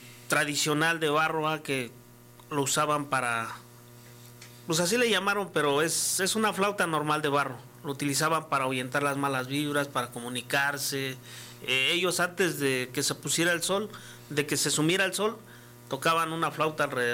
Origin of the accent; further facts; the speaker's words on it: Tula Valley, Hidalgo, Mexico; Yo vengo de la etnia, bueno, de la cultura tolteca, porque representamos a los de Tula, ¿verdad? Somos del Valle de Tula. Yo vengo del Valle de Tula, Hidalgo, donde están los atlantes. Entonces soy parte de los toltecas.